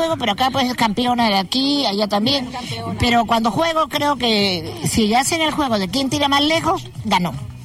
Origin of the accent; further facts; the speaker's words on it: Peru; moved away as an adult; now in United States; Yo soy peruana, pero me he mudado a vivir en Texas, me jubilé y me vine corriendo a vivir mi jubilación acá